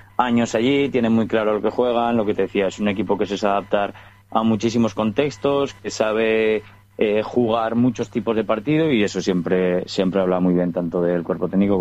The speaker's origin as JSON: {"language": "Spanish", "town": "Binéfar", "region": "Aragon", "country": "Spain", "said": "todos los que somos de Binéfar y del Binéfar"}